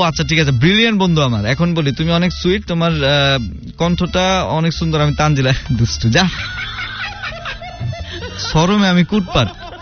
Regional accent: Dhaka, Dhaka Division, Bangladesh; accent: Dhaka dialect; আমি পারি আমার ঢাকার ভাষাটা, বাকিগুলো আমি খুব একটা পারি না

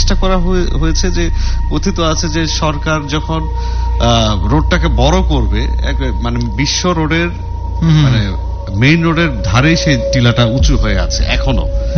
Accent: Bogura, Rajshahi Division, Bangladesh; আমাদের বগুড়াতে, বগুড়ায় আমার বাড়ি যেখানে শাহজাহানপুর উপজেলা বলা হয় আর কি

